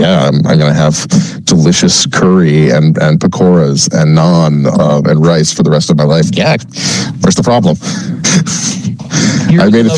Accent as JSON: {"language": "English", "region": "Newfoundland and Labrador", "country": "Canada", "tie": "born or raised there", "said": "I'm not usually someone who has much of an accent. I grew up in Cowan Heights. My mother was a teacher. I was taught to speak very properly."}